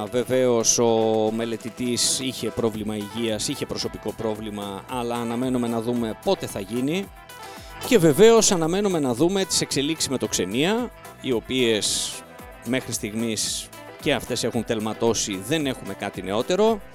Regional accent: Filothei, Epirus, Greece; Να πάω και στο χωριό μου στις Καλκιάδες.

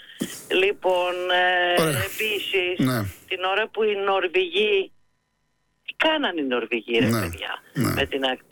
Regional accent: Piraeus, Attica, Greece; Εγώ είμαι Πειραιώτισσα, γέννημα Θρέμα. Εκεί γεννήθηκα, εκεί μεγάλωσα.

